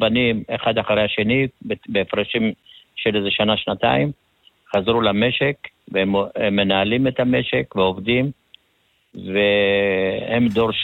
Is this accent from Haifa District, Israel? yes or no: yes; Sde Yitzhak, Haifa District, Israel; גדלתי בשדה יצחק